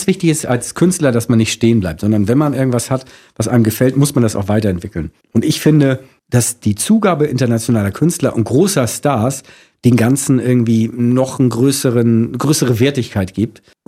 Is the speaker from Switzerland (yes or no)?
no; Hamburg, Germany; Da würde ich jetzt als Hamburger sagen, darauf bin ich natürlich sehr stolz